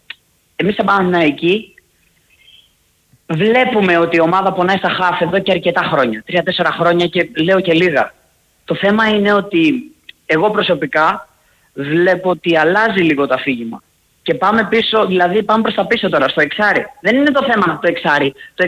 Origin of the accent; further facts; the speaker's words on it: Peloponnese, Greece; εγώ πήγα σαν Πελοποννήσιος και εντάξει, έχω καλαματιανούς πολλούς φίλους